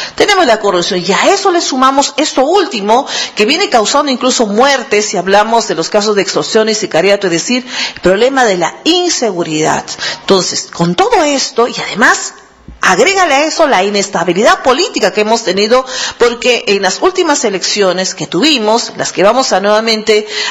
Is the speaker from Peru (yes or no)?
yes; Peru